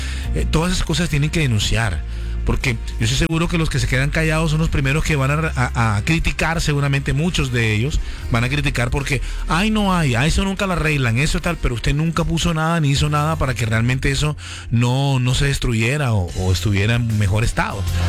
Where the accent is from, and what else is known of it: Barranquilla, Atlántico, Colombia